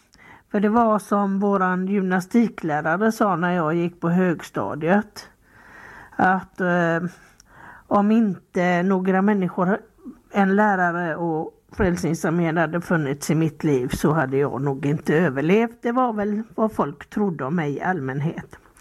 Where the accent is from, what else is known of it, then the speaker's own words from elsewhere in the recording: Lamdala, Sweden; Jag växte upp i Lamdala.